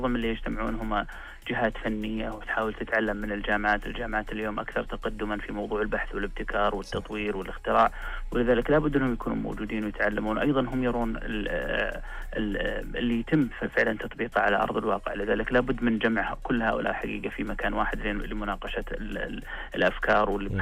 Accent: Saudi Arabia; اليوم إحنا يعني بلد بطبيعة مختلفة. إحنا بلد صحراوي

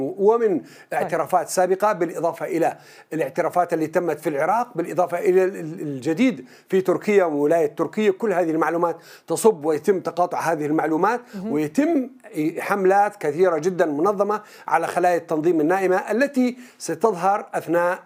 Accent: Syria; كإحنا كسوريين

